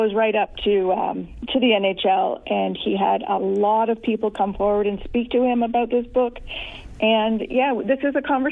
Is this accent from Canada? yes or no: yes; Canada; I'm Canadian. We're all Canadian.